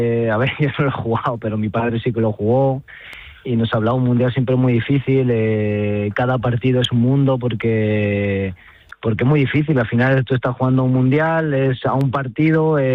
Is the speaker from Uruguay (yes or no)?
yes; Uruguay; born there; los hermanos que nació en Uruguay soy yo